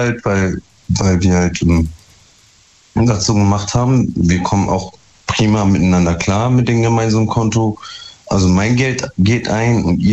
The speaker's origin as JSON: {"language": "German", "town": "Duisburg", "region": "North Rhine-Westphalia", "country": "Germany", "said": "Ich komme aus Duisburg."}